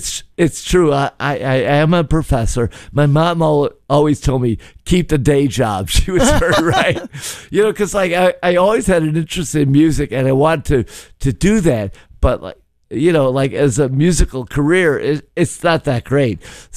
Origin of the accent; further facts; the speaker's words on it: Chicago, Illinois, United States; I grew up here, not far from here in Gladstone Park and Albany Park. I'm a Chicagoan